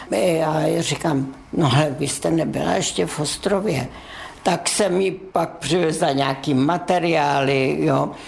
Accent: Křešice, Central Bohemian Region, Czechia; first language de; Czech is a second language; also born or lived in Stará Role; Tak já jsem se narodila ve Staré Roli. V roce 1946 jsme šli v rámci takzvaného rozptylu Němců do Křešic, které jsou u Vrchotových Janovic. V těch Vrchotových Janovicích jsem chodila do první třídy i s bratrem, protože ani jeden z nás jsme nemluvili česky.

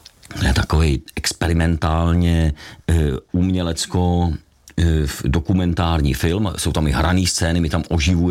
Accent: Vrchlabí, Hradec Králové Region, Czechia; jakožto rodák z Vrchlabí. Takže to je moje jako domovina, byť teda jako ta vysoká střední Asie, ten Afghánistán, Tádžikistán, Pákistán je druhá domovina

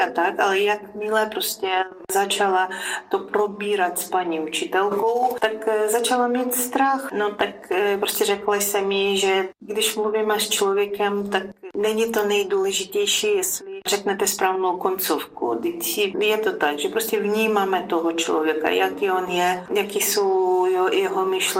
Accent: Ukraine; Czech is a second language; now in Czech Republic; My v ukrajinštině taky máme pády

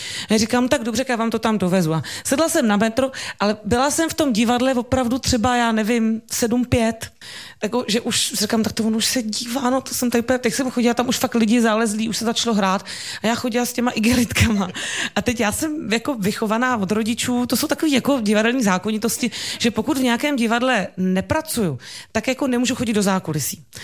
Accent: Prague, Czechia

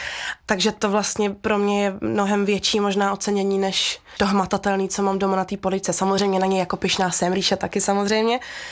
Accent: Prague, Czechia; born there; narodila jsem se v Praze, jsem se narodila, v minulém století ještě, v roce 98.

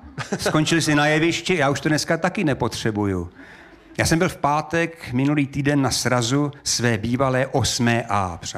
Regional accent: North Bohemia, Czechia; Ale já jsem Severočech.

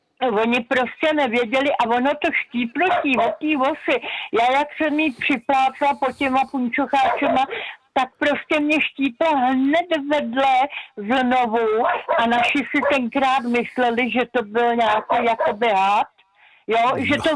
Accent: Prague, Czechia; já jsem původem z Prahy a bejvala jsem v Podolí na pokladně

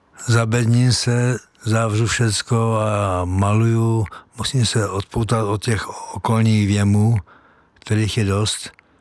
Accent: Moravský Žižkov, South Moravian Region, Czechia; moved away; Já pocházím také ze Slovácka, z Moravského Žižkova, z Vinařské obce

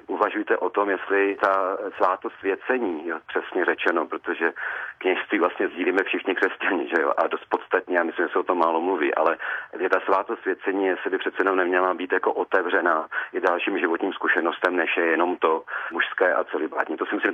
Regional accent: Brno, South Moravian Region, Czechia; A já samozřejmě, protože jsem rodilý Brňák, tak a Koinotes je má jako jasné brněnské kořeny, tak já jsem se s tím setkával už od svého mládí.

